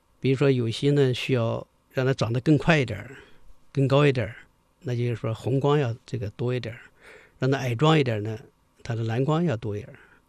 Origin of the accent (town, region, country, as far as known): China